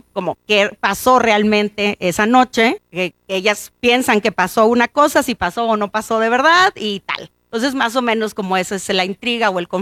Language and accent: Spanish; Mexicali, Baja California, Mexico; porque soy norteña transfronteriza, porque soy de Mexicali